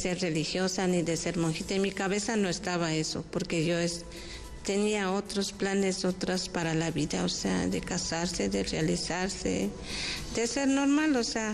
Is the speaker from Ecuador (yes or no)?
yes; Píllaro, Tungurahua, Ecuador; moved away as an adult; Yo soy de la provincia del Tungurahua de Píllaro.